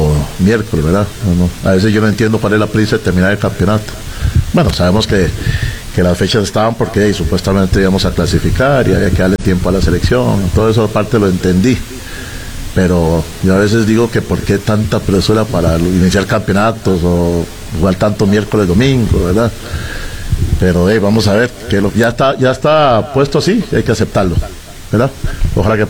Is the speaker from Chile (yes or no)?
no; Costa Rica; nosotros no estamos en Europa, ni somos europeos, somos más ticos que el agua dulce